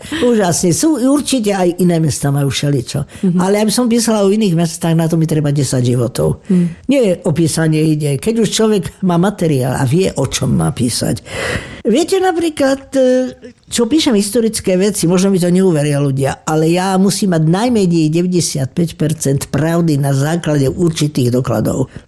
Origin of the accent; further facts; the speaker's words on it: Kežmarok, Prešov Region, Slovakia; Kežmarok je moje rodné mesto, ktoré skutočne mám veľmi rada.